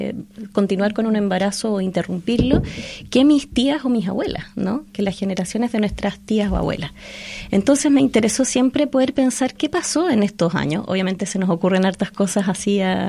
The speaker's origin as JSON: {"language": "Spanish", "country": "Chile", "moved": "yes", "said": "Bueno, yo vengo de Chile"}